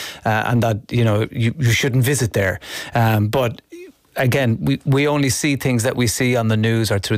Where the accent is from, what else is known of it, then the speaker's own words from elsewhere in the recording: Ireland; as Irish people